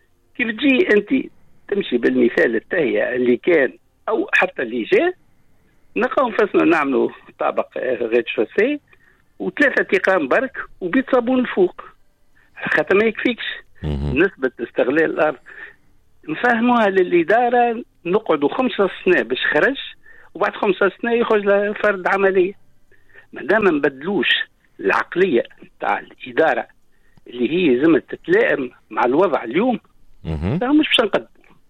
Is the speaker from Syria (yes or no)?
no; Tunisia; انا كتونسي